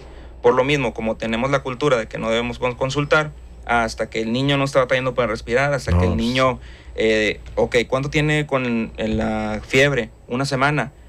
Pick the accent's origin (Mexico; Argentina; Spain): Mexico; la genética que ya tenemos como buenos mexicanos